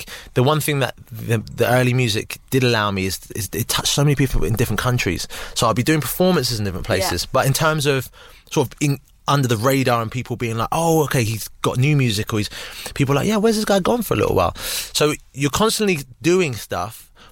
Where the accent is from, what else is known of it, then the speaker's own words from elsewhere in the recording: Southampton, South East England, United Kingdom; now in London, United Kingdom; But when I moved out to London, I could, in hindsight, looking back, I could see how the pace of life in Southampton was a really good thing for me